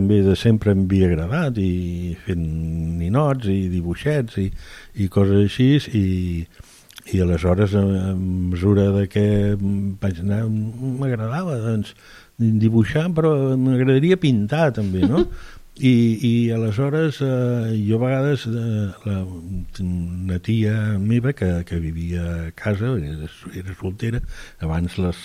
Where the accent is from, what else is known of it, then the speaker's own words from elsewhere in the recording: Caldes de Montbui, Catalonia, Spain; jo sóc fill de Caldes i Caldes me l'estimo, m'agrada, és el meu poble